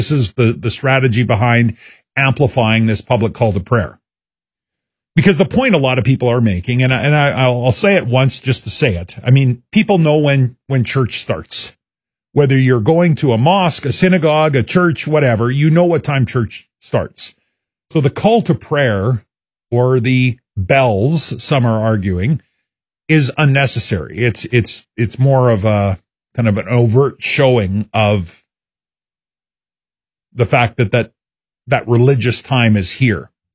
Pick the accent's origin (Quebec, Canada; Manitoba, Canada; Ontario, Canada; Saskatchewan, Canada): Saskatchewan, Canada; Abernethy; I was born and raised Abernethy, Saskatchewan, born and raised on the farm. We went to the United Church. I was baptized in the United Church.